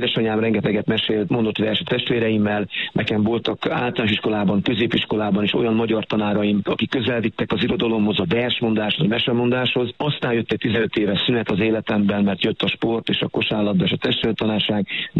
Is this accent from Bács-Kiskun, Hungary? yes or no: yes; Kunszentmiklós, Bács-Kiskun, Hungary; born there; 2017-ben Kunszta Miklóstól, az én szülővárosomból gyalogoltam el a horvátországi Szent Lászlóba